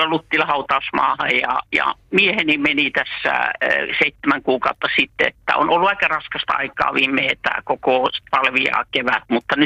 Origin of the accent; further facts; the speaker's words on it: Varkaus, North Savo, Finland; moved away as an adult; now in Sandviken, Sweden; Täällä Sandvikenissä. Sandviken on minun kotikaupunkini, Varkauden kummikaupunki.